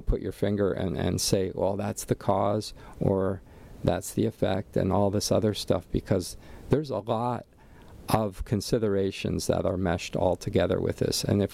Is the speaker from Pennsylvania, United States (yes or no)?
yes; Allentown, Pennsylvania, United States; now in Hawaii, United States; my hometown area back in Allentown, Pennsylvania, where I grew up